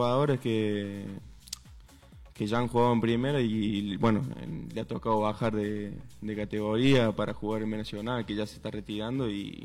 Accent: Costasacate, Córdoba, Argentina; moved away as an adult; now in Santiago del Estero, Argentina; Yo soy de un pueblito cerca de Córdoba, Costa Zacate se llama. Son muy poquitos, chiquitos

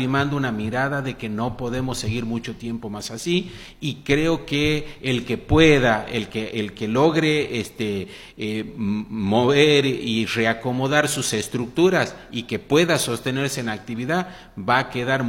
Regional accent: Santiago del Estero, Argentina

